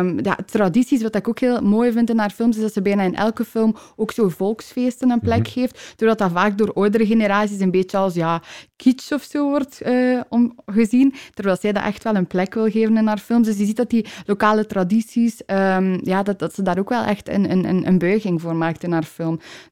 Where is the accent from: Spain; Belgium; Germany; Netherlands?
Spain; Balearic Islands; ga ik even meegeven dat ik van Mallorca ben.